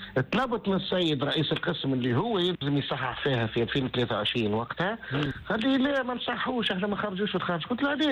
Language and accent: Arabic; Enfidha, Sousse Governorate, Tunisia; أنا أصيل نفيذة ولاية سوسة.